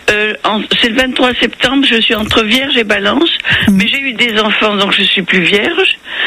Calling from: Hauts-de-France, France; Je suis près de Lille.

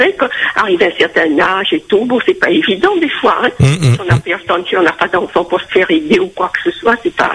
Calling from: France; Moi, je suis française

